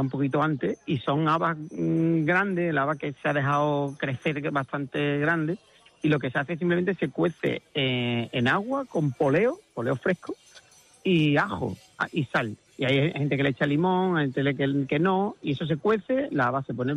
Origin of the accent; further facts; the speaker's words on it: Andalusia, Spain; mi pueblo está a 40... Yo digo que Villarro está a 40 kilómetros de todo, porque está a 40 kilómetros de Huelva capital, está a 45 de Sevilla, está a 42 del Rocío